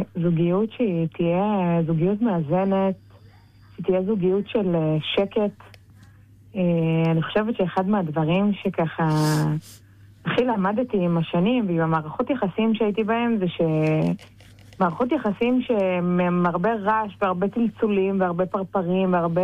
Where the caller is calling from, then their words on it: Ramat Gan, Tel Aviv District, Israel; אני מרמת גן.